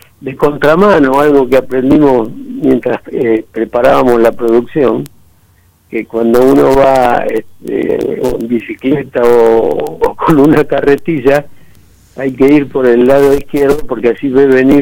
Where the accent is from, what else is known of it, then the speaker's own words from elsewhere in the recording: Córdoba, Argentina; also born or lived in Buenos Aires; porque yo soy de Córdoba y viví en Buenos Aires de chico, y se hablaba de ese vasco que había existido